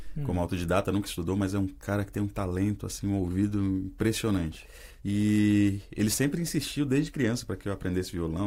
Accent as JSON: {"language": "Portuguese", "town": "Cariacica", "region": "Espírito Santo", "country": "Brazil", "tie": "born or raised there", "said": "lá em Cariacica, no Espírito Santo, eu sou capixaba, né?"}